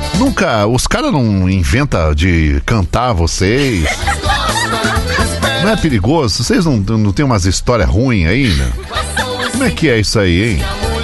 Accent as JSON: {"language": "Portuguese", "town": "Lages", "region": "Santa Catarina", "country": "Brazil", "said": "eu sou de Lages."}